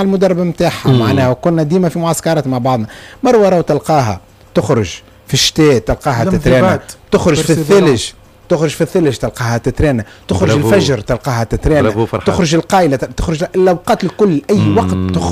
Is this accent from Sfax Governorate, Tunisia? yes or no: no; Tunis, Tunis Governorate, Tunisia; أنا من تونس العاصمة